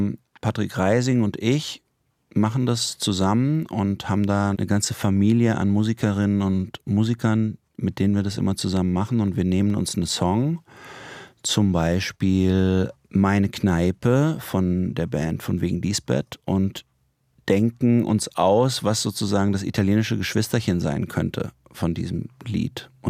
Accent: Germany; wir Deutschen

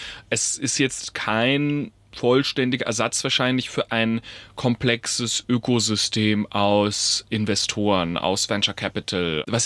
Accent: Heilbronn, Baden-Württemberg, Germany; Ja, also ich liebe meine Heimat natürlich, aber ehrlicherweise, Heilbronn ist jetzt nicht die sexieste Stadt.

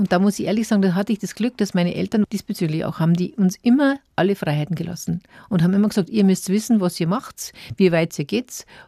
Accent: Munich, Bavaria, Germany; Also es war so, ich war bis ich 10 Jahre alt, sind wir in Schwabing aufgewachsen. Und dann sind wir Gott sei Dank nach Moosach gezogen, ans Ende der Welt.

